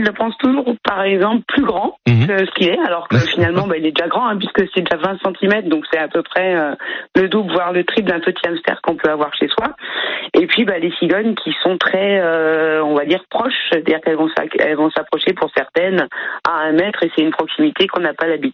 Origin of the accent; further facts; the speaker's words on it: Grand Est, France; Je suis alsacienne, donc 100% chauvine.